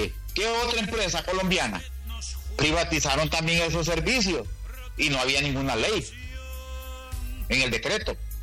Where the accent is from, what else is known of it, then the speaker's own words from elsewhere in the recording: Honduras; Si soy un hondureño común y corriente, hombre.